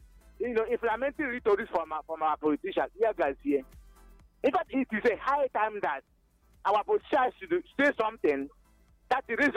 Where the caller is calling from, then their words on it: Komoro, Ebonyi, Nigeria; I am reaching you from Komoro, located in Inyaba, the main center of Ebonyi State.